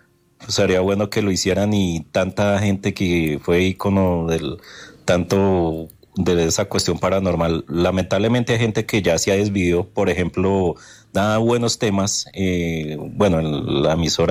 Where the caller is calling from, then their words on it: Bogotá, Colombia; aquí desde la localidad de Fontibón.